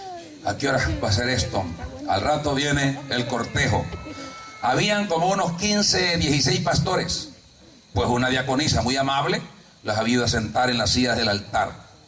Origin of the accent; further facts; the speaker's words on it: El Salvador; Un día estoy en una campaña en mi país, en una ciudad que se llama Ciudad Barrio.